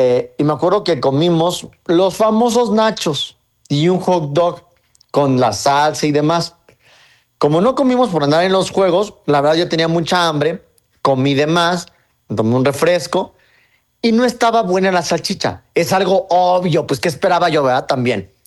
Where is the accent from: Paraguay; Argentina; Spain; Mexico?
Mexico; lo cual nos pasa a todos porque somos mexicanos y comemos tortilla.